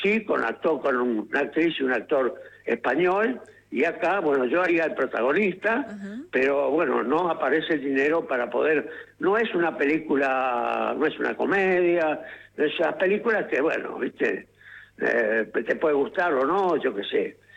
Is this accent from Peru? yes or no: no; Argentina; now in San Isidro, Argentina; soy el actor argentino que más Shakespeare hizo